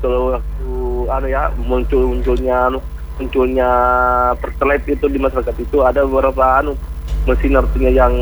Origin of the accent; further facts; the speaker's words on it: Bone, South Sulawesi, Indonesia; di Bone di daerah saya.